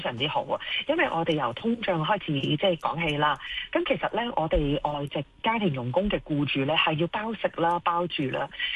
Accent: Hong Kong; 我哋香港人

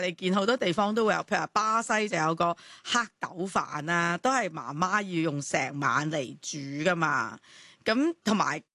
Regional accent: Guangdong, China; 即係我哋廣東人最多就話燉湯啊。

